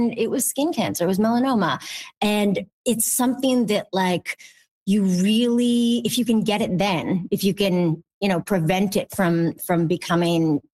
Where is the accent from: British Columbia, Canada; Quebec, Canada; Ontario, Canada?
Quebec, Canada; Montreal; And they told me that they were coming to Montreal, which is my hometown.